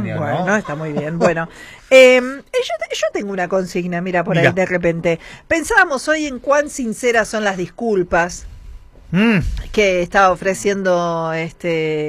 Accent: Argentina; somos argentinos, nacemos con la mamadera y el mate

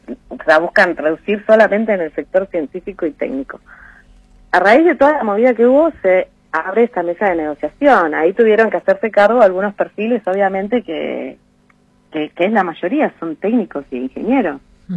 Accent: Bariloche, Río Negro, Argentina; yo soy de Bariloche, me fui a estudiar. En esa época no había universidades acá en Bariloche con carrera completa

